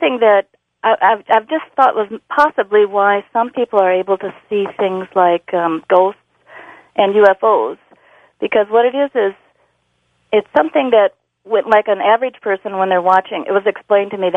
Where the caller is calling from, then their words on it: Arkansas, United States; from Arkansas.